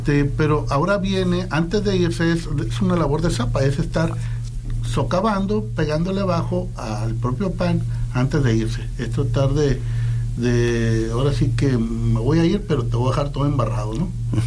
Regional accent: Sonora, Mexico; Que le debo yo como sonorense, yo no le debo.

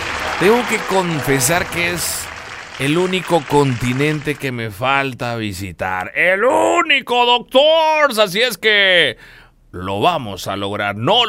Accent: Mexico; Algo que nos representa a nosotros como mexicanos.

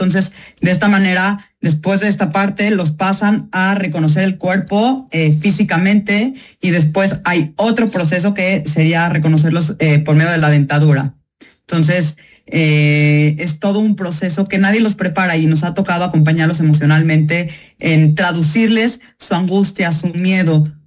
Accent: Mexico; de todas las comunidades judías en el mundo, y estamos por todo el mundo, y bueno, yo soy de México.

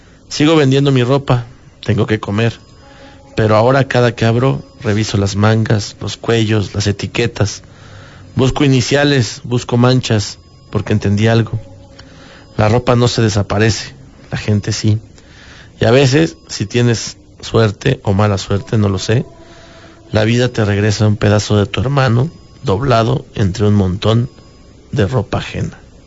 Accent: Matamoros, Tamaulipas, Mexico; soy de Matamoros, Tamaulipas, y desde los 18 me dedico a la venta de ropa de paca.

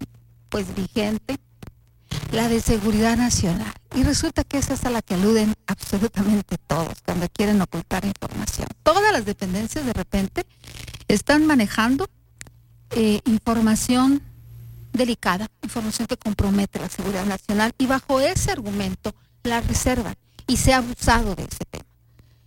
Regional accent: Mexico; ya lo habíamos caminado como mexicanos

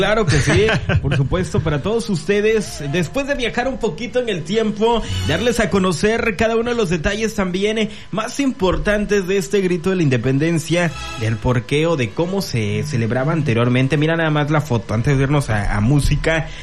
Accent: Mexico; de cómo existen mexicanos y muchos, y creo que los buenos somos más

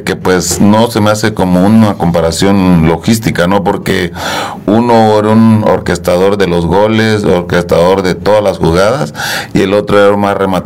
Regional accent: Mexico

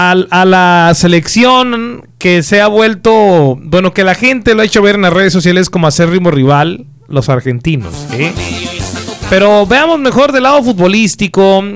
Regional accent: Mexico; soy mexicano

